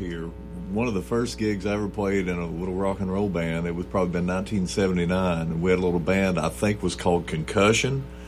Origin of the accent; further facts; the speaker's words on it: Kentucky, United States; I'm a boy from Eastern Kentucky in Europe, hanging out with … singing a song about McGoffin County, Kentucky.